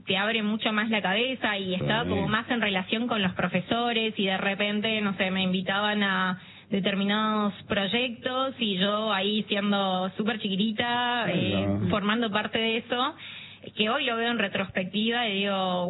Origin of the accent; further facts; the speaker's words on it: Misiones, Argentina; moved away as an adult; now in Mar del Plata, Argentina; Estudié en la Universidad Nacional de Mar del Plata, yo soy de Misiones. Cuando termino el colegio me voy a vivir a Mar del Plata.